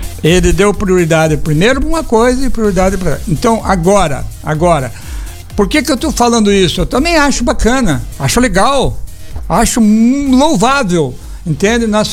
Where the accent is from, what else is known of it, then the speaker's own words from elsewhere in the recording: Paranaguá, Paraná, Brazil; Eu sou de Paranaguá, e o senhor poderia nos dar uma entrevista?